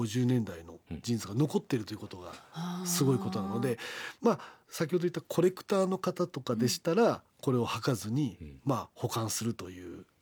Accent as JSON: {"language": "Japanese", "region": "Kochi", "country": "Japan", "tie": "born or raised there", "said": "自分高知県出身なんですけども"}